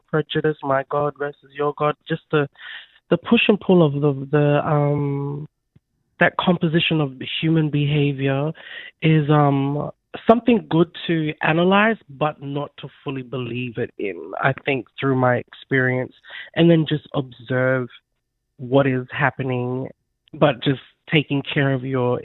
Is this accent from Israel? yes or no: no; Mimili, South Australia, Australia; And I'm from Mimli community. Arnungu Kidindara Yankundara lands in Central Australia.